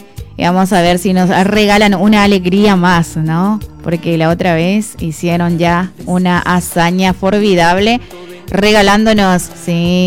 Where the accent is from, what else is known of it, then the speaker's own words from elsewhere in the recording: Paraguay; Y estamos felices y contentos todos como paraguayos